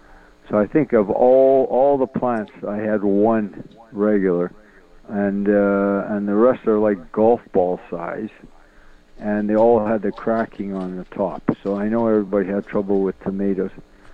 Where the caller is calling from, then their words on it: Winnipeg, Manitoba, Canada; Calling from Winnipeg.